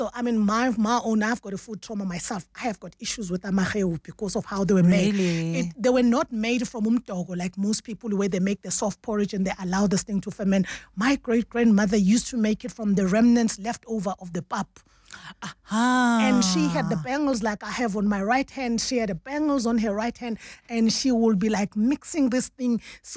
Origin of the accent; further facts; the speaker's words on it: Mpumalanga, South Africa; Yeah, because I come from the Lowveld where, if you know Mbombela, Nelspruit used to be called as the city of Imboza Nema Orange, which is the tobacco and oranges. So I come from that area.